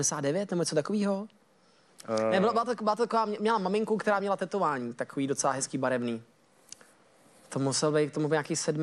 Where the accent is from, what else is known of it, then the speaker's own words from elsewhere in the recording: Hradec Králové, Hradec Králové Region, Czechia; Jsem Hradičák.